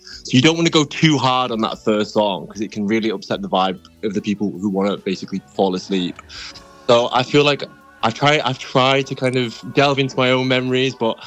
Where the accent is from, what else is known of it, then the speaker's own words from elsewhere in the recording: North West England, United Kingdom; I'm from Cumbria.